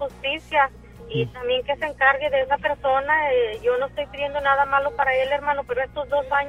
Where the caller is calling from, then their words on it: Edinburg, Texas, United States; hablo de aquí de Edimburgo.